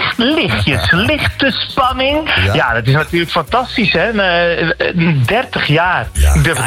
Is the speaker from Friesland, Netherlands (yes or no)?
no; Rotterdam, South Holland, Netherlands; ik ben een echte Rotterdammer. Ik ben in Rotterdam geboren.